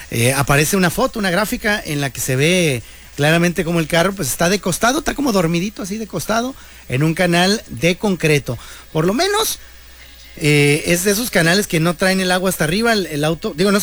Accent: Mexico; estamos bien representados como mexicanos

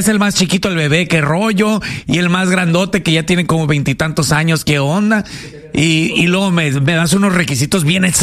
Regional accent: Culiacán, Sinaloa, Mexico; Sí, y, mono, nosotros venimos de Culiacán, oiga.

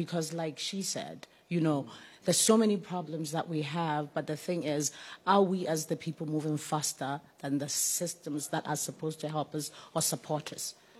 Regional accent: South Africa; as a South African

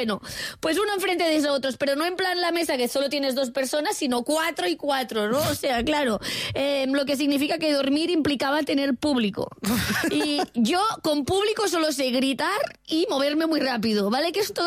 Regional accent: Catalonia, Spain; Sabemos que soy catalana.

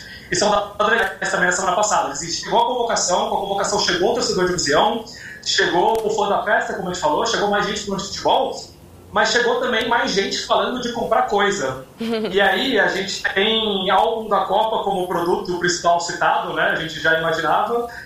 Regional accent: Brazil; eu, como brasileiro fã de futebol

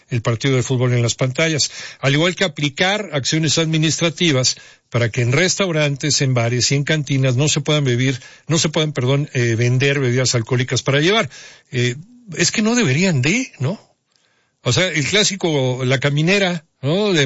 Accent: Mexico; somos encantados los mexicanos

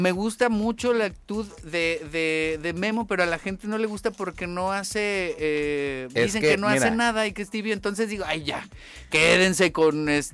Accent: Mexico; Voten por ese Pérez, Marlene, es lo que nos merecemos como mexicanos

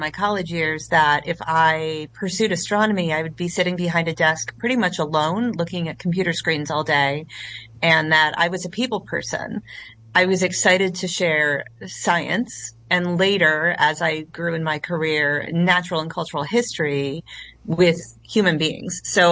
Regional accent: Rochester, New York, United States; my hometown of Rochester, New York.

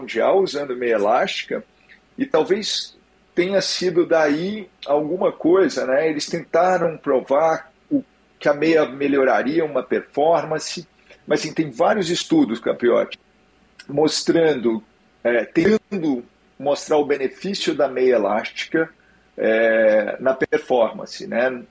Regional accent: Goiânia, Goiás, Brazil; moved away as an adult; now in São Paulo, Brazil; eu vim fazer residência em São Paulo, eu sou de Goiânia, e meu pai era daqui de São Paulo, foi para Goiânia e eu fiz o inverso.

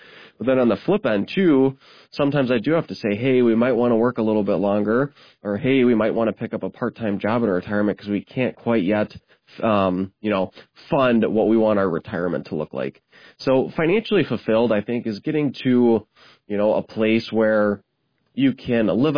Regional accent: Midwest, United States; growing up in the Midwest here my whole life

